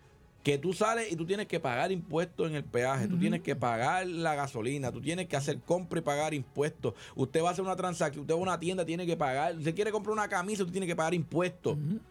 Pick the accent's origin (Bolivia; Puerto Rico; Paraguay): Puerto Rico; yo no soy el único puertorriqueño que gasto.